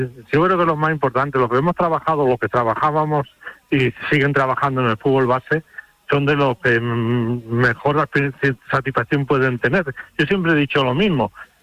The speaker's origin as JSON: {"language": "Spanish", "country": "Spain", "said": "Era sentimiento de ser español"}